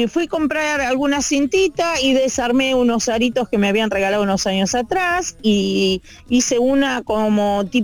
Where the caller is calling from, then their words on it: Florencio Varela, Buenos Aires Province, Argentina; Soy de Florencio Varela, ¿sí? Del barrio San Martín.